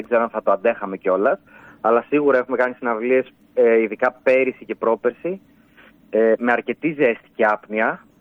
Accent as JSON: {"language": "Greek", "town": "Alexandroupoli", "region": "Eastern Macedonia and Thrace", "country": "Greece", "said": "Εγώ είμαι από Αλεξανδρούπολη."}